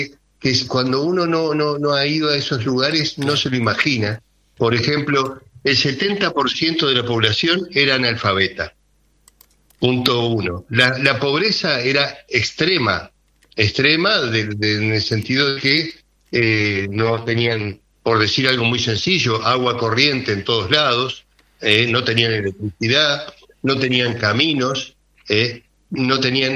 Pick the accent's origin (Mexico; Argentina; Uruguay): Uruguay; para nosotros en Uruguay